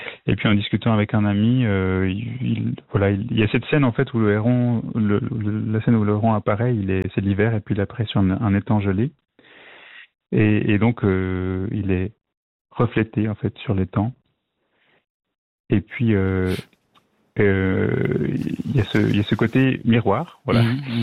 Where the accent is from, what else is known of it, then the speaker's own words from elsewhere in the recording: Lausanne, Vaud, Switzerland; now in Vevey, Switzerland; Finalement, je suis né à Lausanne, j'ai passé maintenant j'habite à Vevey, mais j'ai habité 20 ans là-bas.